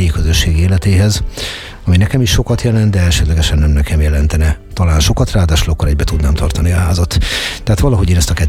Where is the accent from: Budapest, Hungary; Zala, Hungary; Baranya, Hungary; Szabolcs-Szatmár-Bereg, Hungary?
Budapest, Hungary; also born or lived in Jászárokszállás; itt vagyok én, és akkor azt mondom, hogy budapesti vagyok, de jászárokszállási is vagyok, magyar vagyok, világpolgár vagyok